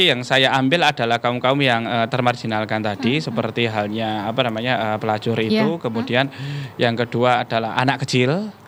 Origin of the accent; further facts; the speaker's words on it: East Java, Indonesia; karena memang saya Jawa Timur kan, asli saya memang Jawa Timur dan saya juga berdomisili di Jawa Timur